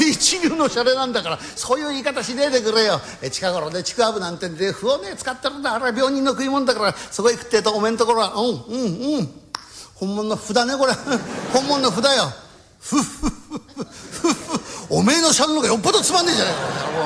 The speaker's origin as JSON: {"language": "Japanese", "region": "Aomori", "country": "Japan", "said": "俺江戸っ子でありながら青森県出身だからね"}